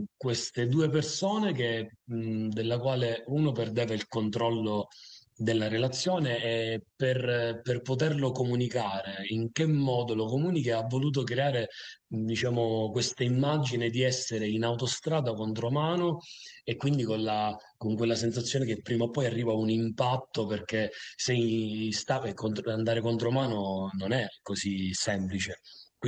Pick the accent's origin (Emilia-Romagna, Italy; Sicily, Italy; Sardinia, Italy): Sicily, Italy; Priolo; io sono in un paesino, nel mio paesino che si chiama Priolo ed è in provincia di Siracusa, quindi sul versante ionico della Sicilia sud-orientale